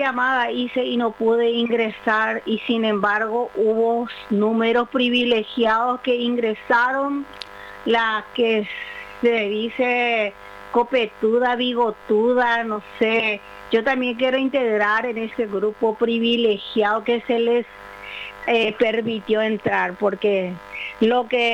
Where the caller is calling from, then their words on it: Luque, Central, Paraguay